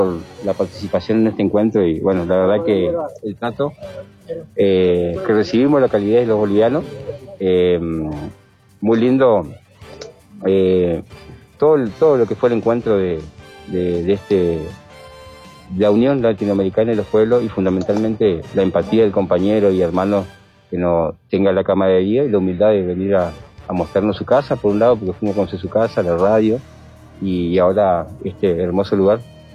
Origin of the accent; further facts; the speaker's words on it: Chaco, Argentina; yo totalmente soy psicólogo argentino, del Chaco, del norte, justamente estamos acá en el Chaco, y bueno, yo soy del Chaco argentino